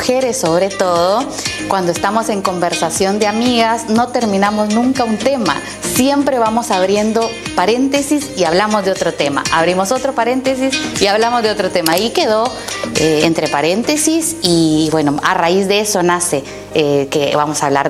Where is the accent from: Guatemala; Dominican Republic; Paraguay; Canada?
Guatemala; moved away; cómo migramos, cómo nos transformamos como guatemaltecas en otro país.